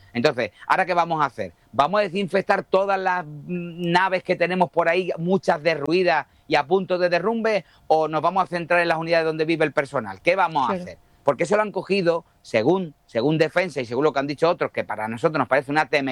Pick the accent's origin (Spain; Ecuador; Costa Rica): Spain; nosotros que venimos de Europa, de España